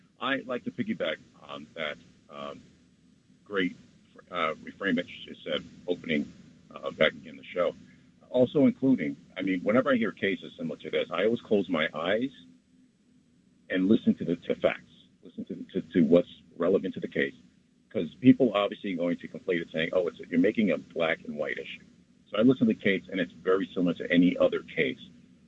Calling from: White Plains, New York, United States; from White Plains.

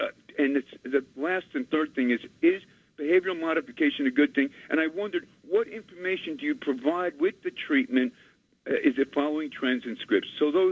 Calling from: White Plains, New York, United States; in White Plains

